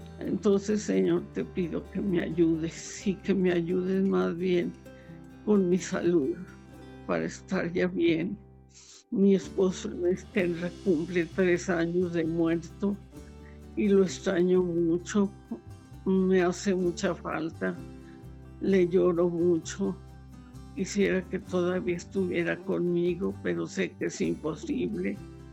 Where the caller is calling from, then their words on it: Aguascalientes, Mexico; de Aguascalientes.